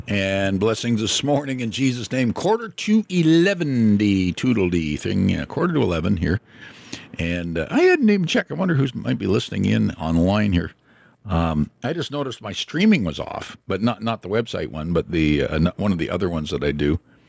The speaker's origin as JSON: {"language": "English", "country": "Canada", "said": "I'm a Canadian."}